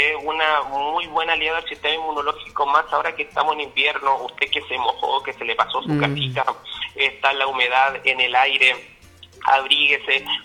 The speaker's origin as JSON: {"language": "Spanish", "town": "Vallenar", "region": "Atacama", "country": "Chile", "moved": "yes", "lives_now": "Coquimbo, Chile", "said": "yo vivo, soy de Vallenar, vivo en Coquimbo, La Serena"}